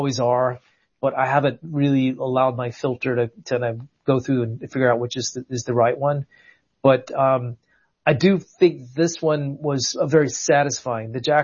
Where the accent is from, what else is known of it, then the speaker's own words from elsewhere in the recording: North Carolina, United States; I'm from North Carolina, so part of the South where people really like biblical names or names that are derived from biblical names.